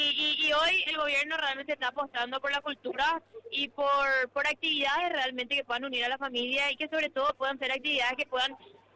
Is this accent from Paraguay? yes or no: yes; Paraguay; momentos de la historia que marcaron realmente la vida de todos nosotros como paraguayos.